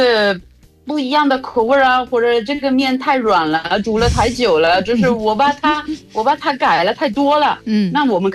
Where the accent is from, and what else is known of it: Italy